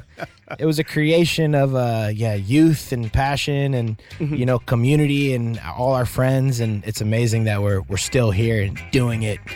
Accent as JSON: {"language": "English", "town": "Topanga", "region": "California", "country": "United States", "tie": "born or raised there", "said": "in our little hometown of Topanga Canyon"}